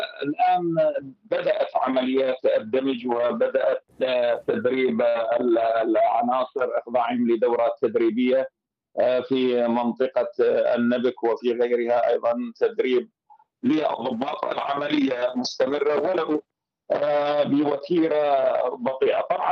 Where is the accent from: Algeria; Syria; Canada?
Syria; نحن كسوريين